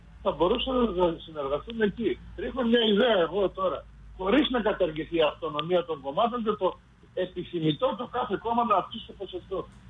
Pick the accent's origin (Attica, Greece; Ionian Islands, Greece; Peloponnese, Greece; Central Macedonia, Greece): Central Macedonia, Greece; Chalastra; στο χωριό μου που είναι δίπλα από τη Θεσσαλονίκη Χαλάστρα